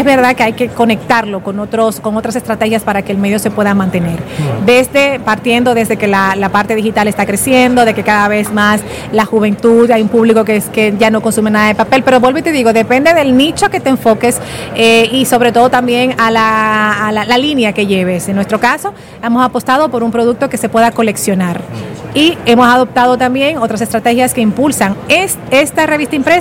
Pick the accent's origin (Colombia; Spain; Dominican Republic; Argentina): Dominican Republic